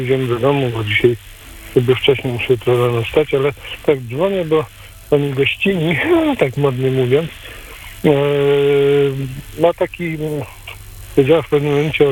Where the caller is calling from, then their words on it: Vienna, Austria; witam z Wiedna.